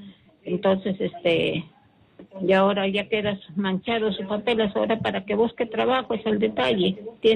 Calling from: Piura, Peru; de Piura.

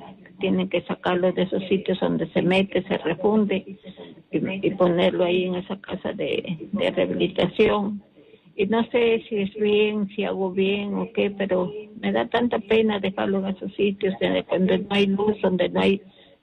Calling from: Piura, Peru

